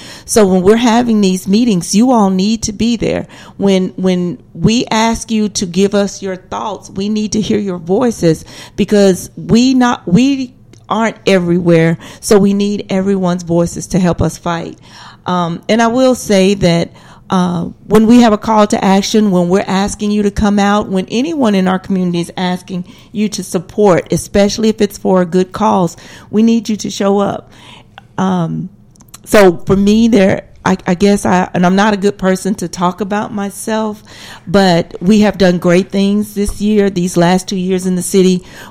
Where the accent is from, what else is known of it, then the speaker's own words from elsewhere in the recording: South Carolina, United States; I grew up in South Carolina, so I saw a lot of the things that that the caller spoke of.